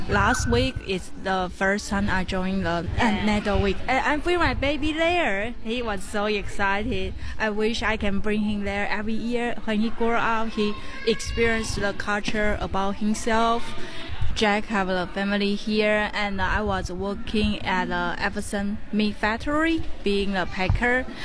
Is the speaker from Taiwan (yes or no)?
yes; Taiwan; English is a second language; moved away as an adult; now in Kempsey, Australia; … I'm from Taiwan. I have lived in Kempsey around 5 years already.